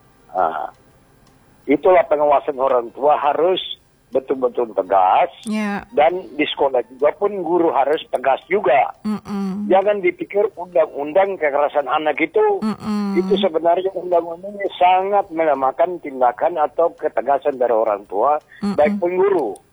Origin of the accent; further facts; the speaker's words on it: Sarolangun, Jambi, Indonesia; Itulah saran pandangan dari kita dari Sarolangun, karena saya punya anak 6, alhamdulillah, jantan 5, perempuan 1.